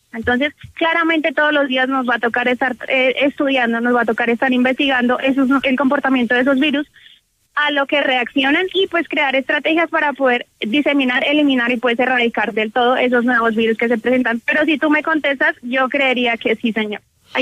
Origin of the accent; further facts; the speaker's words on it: Colombia; Lo que pasa es que nosotros como colombianos